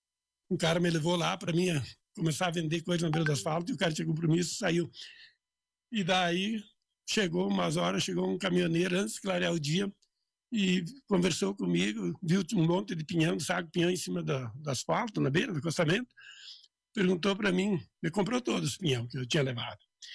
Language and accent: Portuguese; Arvorezinha, Rio Grande do Sul, Brazil; moved away as an adult; now in Soledade, Brazil; Eu sou natural da Arvorezinha.